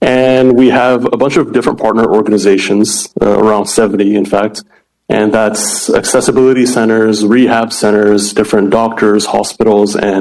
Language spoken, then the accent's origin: English; Indonesia; moved away as an adult; also born or lived in Singapore; now in San Francisco, United States; I'm originally Indonesian, and I moved to Singapore to study, but now I'm here in San Francisco